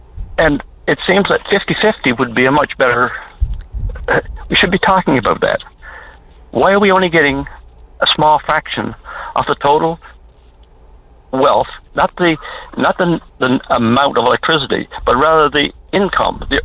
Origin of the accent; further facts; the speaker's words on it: Newfoundland and Labrador, Canada; There's 9 million of them, and there's only 500,000 of us.